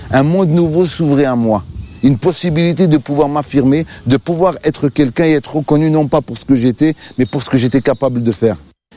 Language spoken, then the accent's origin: French; Algeria